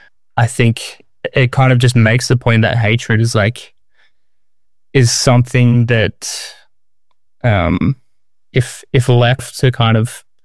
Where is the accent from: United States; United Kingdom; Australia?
Australia; moved away as an adult; now in Paris, France